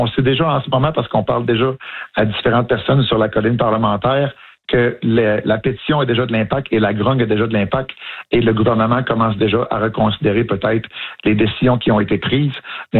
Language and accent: French; Quebec, Canada; moved away as an adult; also born or lived in Gatineau; Moi, je vous disais que j'étais originaire de Gatineau, mais je viens de la Côte-Nord, où la majorité des gens à l'époque, ils disaient « yes, no, toaster » en anglais. Fait que quand je suis rentré dans les forces, j'étais pas bilingue, je suis devenu bilingue